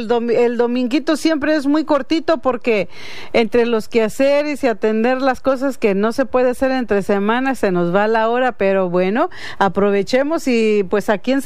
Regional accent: Baja California, Mexico; moved away; cuando yo crecí en Baja California allá en mi época de niña o de adolescencia

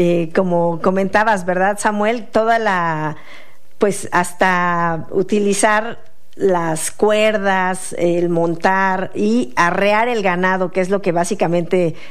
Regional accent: Mexico; moved away; los migrantes somos invasores, los mexicanos estamos pues en la lista negra del gobierno de los Estados Unidos

